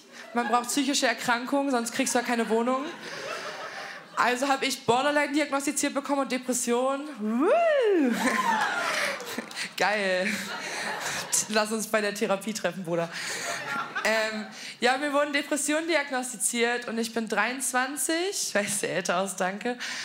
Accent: Berlin, Germany; ich komme offensichtlich aus Berlin

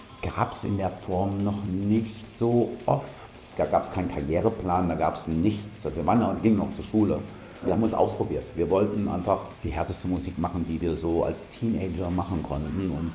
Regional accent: Essen, North Rhine-Westphalia, Germany; Das ist halt meine Heimat. Ich bin hier groß geworden und ich habe hier meine Jugend verbracht. Und die meisten meiner Freunde kommen hierher. Und das hat einen besonderen Stellenwert. Ich komme aus Altenessen, Essen-Altenessen.

